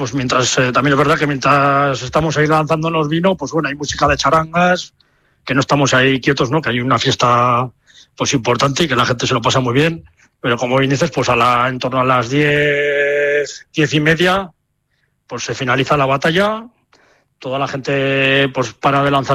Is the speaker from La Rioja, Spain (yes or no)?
yes; Haro, La Rioja, Spain; los jarreros, ¿no? Que es el nombre que tenemos los que somos de aquí, de Haro, ¿no?